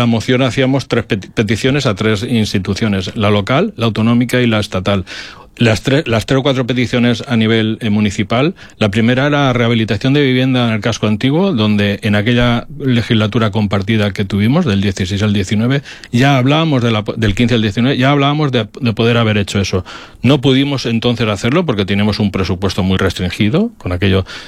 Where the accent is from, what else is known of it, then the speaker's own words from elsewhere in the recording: Petrer, Valencian Community, Spain; me gusta desde la política mejorar mi pueblo